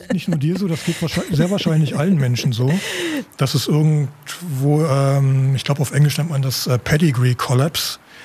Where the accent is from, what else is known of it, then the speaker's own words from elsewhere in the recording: North Rhine-Westphalia, Germany; also wenn man in die Gegend geht, wo ich herkomme, in Westfalen, ich bin nicht auf dem Dorf geboren, aber ich glaube so die ersten Jahre meines Lebens auf dem Dorf verbracht.